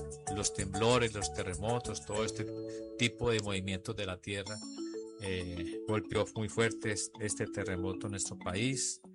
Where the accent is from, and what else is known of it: Colombia; now in Valle del Cauca, Colombia